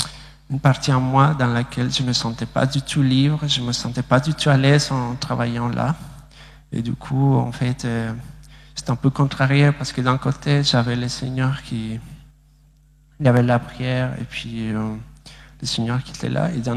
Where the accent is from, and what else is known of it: Bolivia; French is a second language; now in France